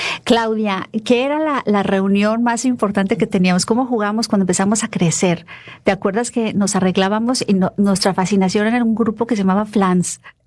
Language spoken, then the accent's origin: Spanish; Guadalajara, Jalisco, Mexico; nosotros somos de Guadalajara y vivíamos a la vuelta del Seminario Mayor en Chapalita y Jardines del Bosque.